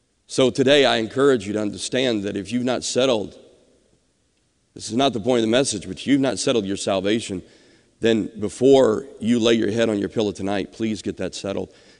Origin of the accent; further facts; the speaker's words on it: Alabama, United States; which we were very familiar with growing up in Alabama.